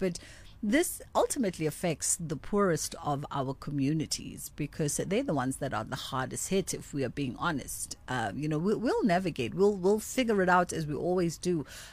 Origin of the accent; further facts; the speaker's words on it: South Africa; the positive around being a South African is our sense of resilience.